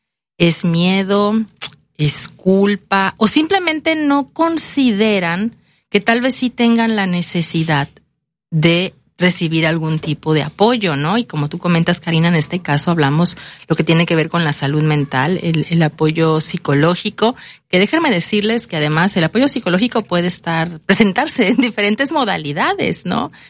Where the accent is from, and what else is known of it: Veracruz, Mexico